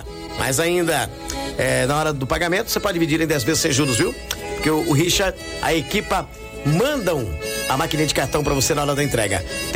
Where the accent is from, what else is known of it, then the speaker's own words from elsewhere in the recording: Descalvado, São Paulo, Brazil; Descalvado, querida, minha terra amada e inesquecível